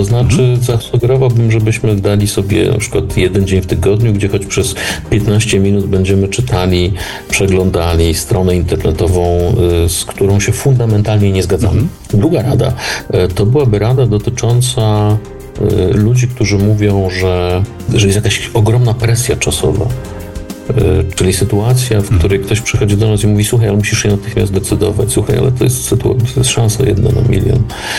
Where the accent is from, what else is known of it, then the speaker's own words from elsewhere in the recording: southern Poland, Poland; ponieważ ja się wychowywałem na południu Polski, to czasem jeszcze z potężnym śnieżeniem program czeskiej telewizji